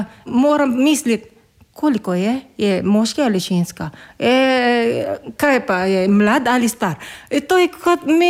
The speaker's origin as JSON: {"language": "Slovenian", "region": "Calabarzon", "country": "Philippines", "second_language": "Slovenian", "moved": "as an adult", "lives_now": "Slovenia", "said": "Jaz sem iz Filipinov, na Ikavite. Ja, to je blizu Manile, okoli 50 km glavnega mesta. Ja, poročena sem s Slovencem, imava sina."}